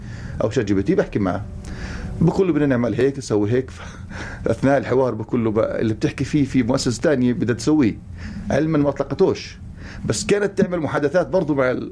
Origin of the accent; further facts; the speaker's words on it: Palestine; عندنا في فلسطين